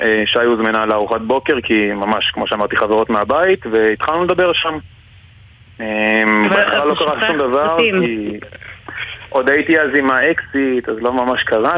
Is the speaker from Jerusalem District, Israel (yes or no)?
yes; Jerusalem, Jerusalem District, Israel; שנינו בני 26, מירושלים.